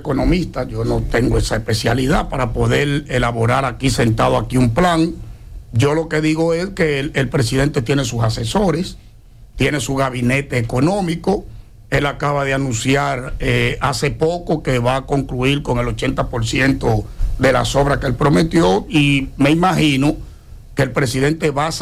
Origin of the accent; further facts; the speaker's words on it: Santo Domingo, Distrito Nacional, Dominican Republic; he sido un ciudadano simple, normal, de barrio. Yo nací en Gualey, en el sector, en el populoso sector de Gualey.